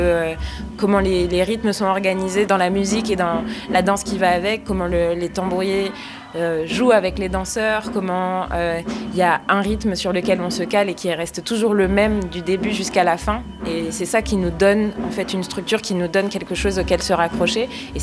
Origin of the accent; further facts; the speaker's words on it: Martinique; now in Benin; c'est vraiment une culture, c'est en manière vive, qui est traditionnelle de chez nous en Martinique.